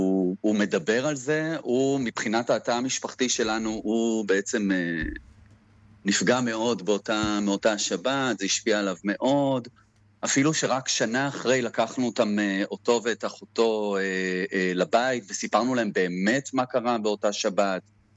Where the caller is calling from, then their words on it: Holit, Southern District, Israel; אני מקיבוץ חולית, כן, ב-25 שנים האחרונות